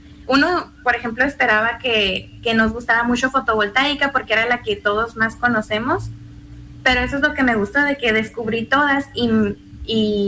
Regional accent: Ciudad Juárez, Chihuahua, Mexico; Ah, yo soy de Ciudad Juárez.

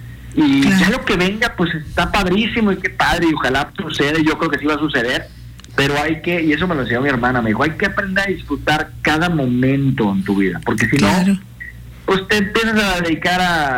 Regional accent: Sonora, Mexico; somos los sonorenses triunfando en donde tenemos que estar, porque somos luchones siempre.

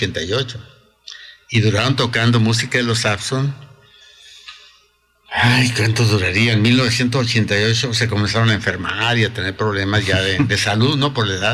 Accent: Corerepe, Sinaloa, Mexico; en mi pueblito que te conté, Corerepe, Guasave, Sinaloa

